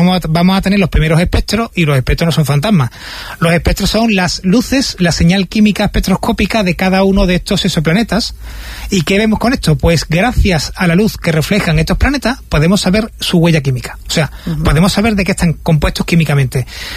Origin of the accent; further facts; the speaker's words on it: Spain; me duele como español